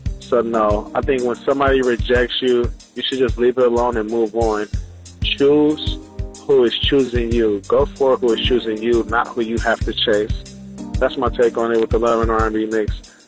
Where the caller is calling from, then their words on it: Houston, Texas, United States; I'm calling from Houston.